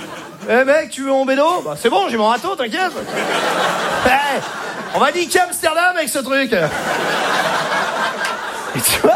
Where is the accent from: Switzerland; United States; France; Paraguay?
France; Normandy; Moi, à la base, je viens de Normandie. Je le dis pour ceux qui n'ont pas lu ma page Wikipédia.